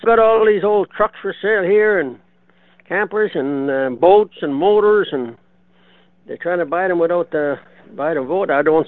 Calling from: Manitoba, Canada; Yes, I'm calling from the sunny Interlake.

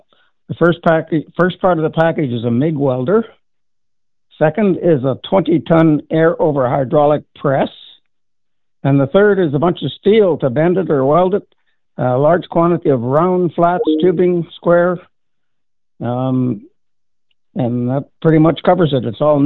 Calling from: Winnipeg, Manitoba, Canada; Good afternoon. I'm calling from Winnipeg.

